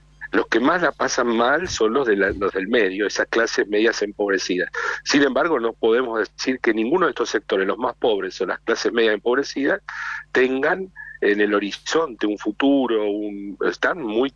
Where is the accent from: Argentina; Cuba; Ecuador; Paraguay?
Argentina; Buenos Aires metropolitan area; moved away as an adult; now in Mendoza, Argentina; yo, si soy originario del AMBA, estoy en Mendoza